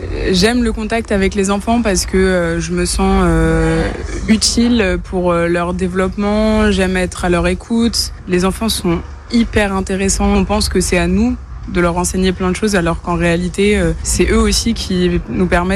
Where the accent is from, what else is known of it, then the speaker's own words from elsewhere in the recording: Nancy, Grand Est, France; moved away as an adult; now in Nice, France; Je me suis retrouvée ici pour poursuivre mes études, pour devenir institutrice. Je viens de Nancy.